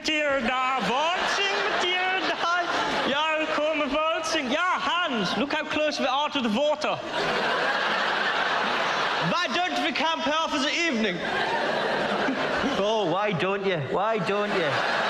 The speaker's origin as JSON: {"language": "English", "region": "Scotland", "country": "United Kingdom", "said": "I'm from Scotland, not Ireland, as you all seem to think I am when you hear my accent."}